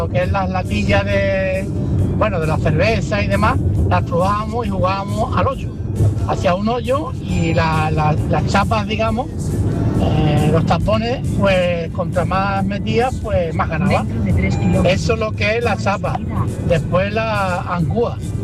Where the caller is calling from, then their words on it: Cádiz, Andalusia, Spain; Hola, buenas tardes, Javier. Buenas tardes a todos. … de Cádiz.